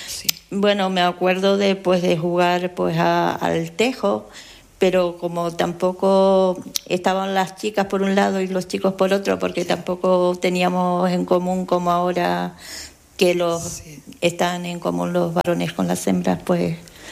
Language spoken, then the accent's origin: Spanish; Los Jarales, Canary Islands, Spain; Soy de Los Jarales, aunque es municipio de Valverde.